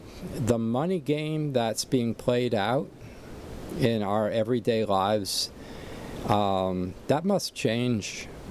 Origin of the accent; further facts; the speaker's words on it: Allentown, Pennsylvania, United States; moved away; Did my hometown proud, actually, back in Allentown, Pennsylvania.